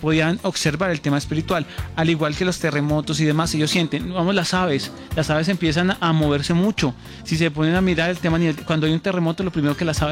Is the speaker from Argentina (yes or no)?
no; Armenia, Quindío, Colombia; Yo soy de Armenia y tengo familia en Cali, tengo muchos conocidos en varias ciudades